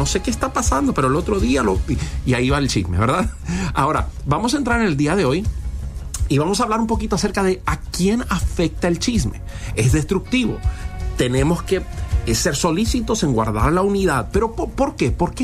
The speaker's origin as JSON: {"language": "Spanish", "country": "Argentina"}